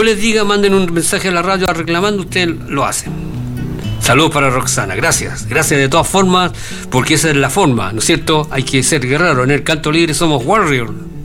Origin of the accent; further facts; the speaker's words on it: Valparaíso, Chile; born there; Somos vecinos porque también nacimos en Playa Ancha.